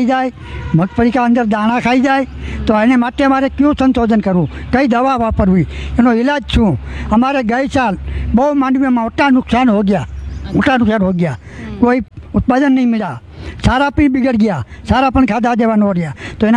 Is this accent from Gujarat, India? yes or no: yes; Barvada, Gujarat, India; मेंदड़ा तालुका ना बरवाड़ा गांव से हूँ, खेतूत बोल रहा हूँ। हमारा गांव ने अंदर सौराष्ट्र ने अंदर जूनागढ़ जिला ने अंदर